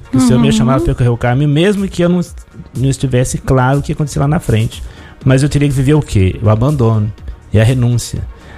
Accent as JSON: {"language": "Portuguese", "town": "Contagem", "region": "Minas Gerais", "country": "Brazil", "tie": "born or raised there", "also_born_or_lived": "Belo Horizonte", "moved": "as an adult", "lives_now": "Cachoeira Paulista, Brazil", "said": "Só que eu, muito mineiro, com medo de sair lá da minha região, nunca tinha saído de Minas para São Paulo"}